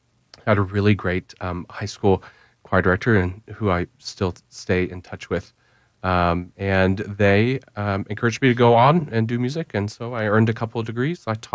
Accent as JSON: {"language": "English", "town": "Katy", "region": "Texas", "country": "United States", "tie": "born or raised there", "said": "I grew up in Katy. We were not a musical household, but I really wanted to learn how to play piano."}